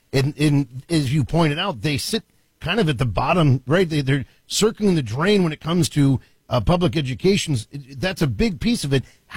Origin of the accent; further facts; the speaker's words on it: Washington, District of Columbia, United States; I grew up in Washington, D.C. I'm a rare breed. I'm an actual native Washingtonian. I spent a lot of summertime in Delaware.